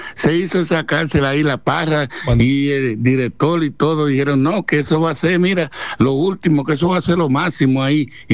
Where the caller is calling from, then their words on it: La Romana, Dominican Republic; el cocinero de la Romana